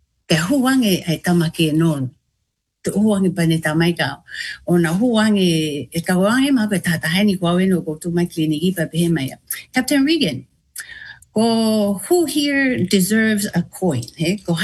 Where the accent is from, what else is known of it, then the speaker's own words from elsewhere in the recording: Tonga; I always love to share with my soldiers, like, oh, I'm from Tonga